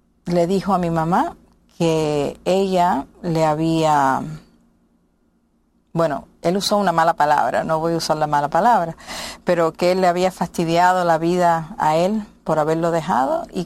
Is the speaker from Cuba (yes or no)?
yes; Cuba; moved away; nosotros nos fuimos de Cuba el 29 de abril de 1963 y mi hermano, Poli, con 9 años y medio, le escribió su primer carta a mi mamá